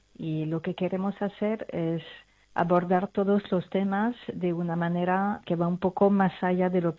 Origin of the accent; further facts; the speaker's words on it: France; now in Barcelona, Spain; soy francesa, vivo en Barcelona.